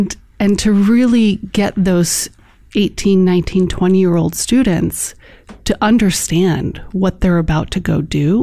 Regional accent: Chicago, Illinois, United States; I grew up in Chicago, mm-hmm. and I went to a boarding school.

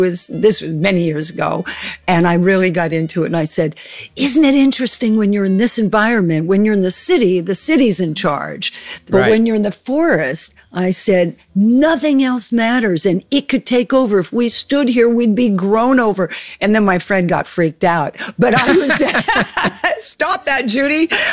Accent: Whittier, California, United States; also born or lived in New York; I was in Southern California, in Los Angeles, Whittier. I grew up there, and then my first gigs were in Newport Beach.

